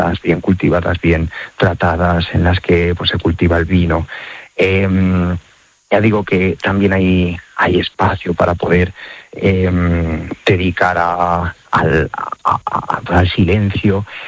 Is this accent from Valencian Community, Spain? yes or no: no; Las Navas del Marqués, Castile and León, Spain; Llevo un año de párroco en Cebreros, pero yo soy de la zona, yo soy de las Naves del Marqués.